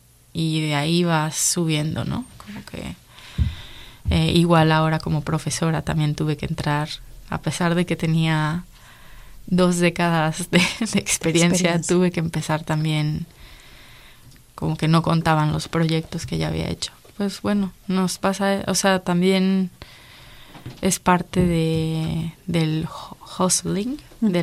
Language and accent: Spanish; Mexico City, Mexico; cuando los de la Ciudad de México decimos eso, sonamos muy ofensivos.